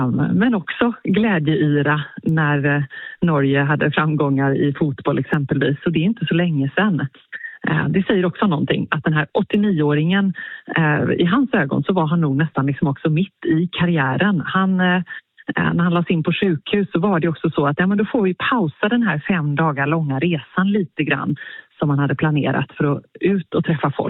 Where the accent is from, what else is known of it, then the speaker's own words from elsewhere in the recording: Gothenburg, Västra Götaland County, Sweden; som göteborgare